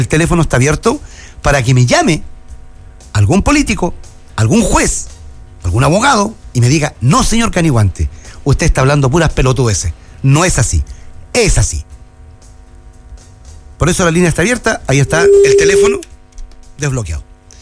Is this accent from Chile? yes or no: yes; Chile; Hay muchos oficiales y hay muchos carabineros en mi país